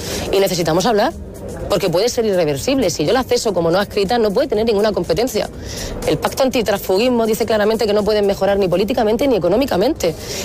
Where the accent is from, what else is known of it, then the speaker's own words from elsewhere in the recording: Cartagena, Region of Murcia, Spain; Yo creo que los principales perjudicados somos todos los cartageneros.